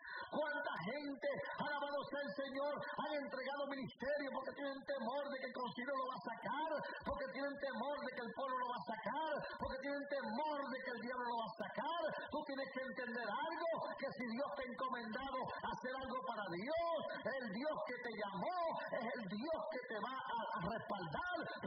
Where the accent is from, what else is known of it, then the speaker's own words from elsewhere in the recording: Puerto Rico; accent: speaks with the L and the R (Puerto Rican L/R); yo soy puertorriqueño y yo hablo con la L y con la R